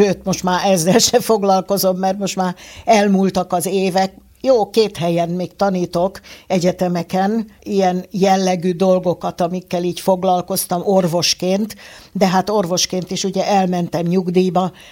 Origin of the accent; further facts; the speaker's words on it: Budapest, Hungary; born there; ahol mi laktunk, a Kmetti utcában, a Bajza utca mellett, hát ott a orosz követségnél.